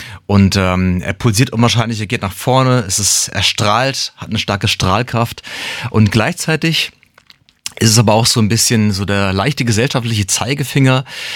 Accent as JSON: {"language": "German", "town": "Frankfurt", "region": "Hesse", "country": "Germany", "tie": "born or raised there", "lives_now": "Mainz, Germany", "said": "Ich bin ein Frankfurter Bub im Herzen, bin dort geboren, lange Zeit in dem Bereich aufgewachsen"}